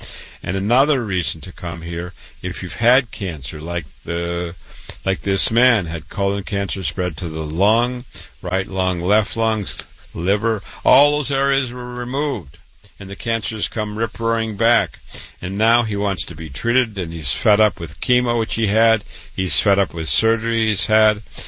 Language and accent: English; Waterloo, Iowa, United States; now in New York, United States; born and raised in Waterloo, Iowa, went to university, medical school in Iowa, MD at 25